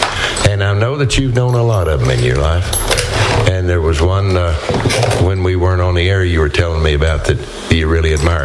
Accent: United States; I grew up in the Canadian River Country, mm-hmm. where it was really boggy

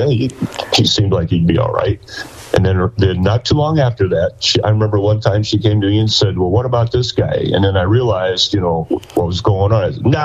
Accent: Beardstown, Illinois, United States; Well, we were both originally born and raised in Illinois. It turns out we're only about a half hour apart along the Illinois River. I was born in a town called Beardstown

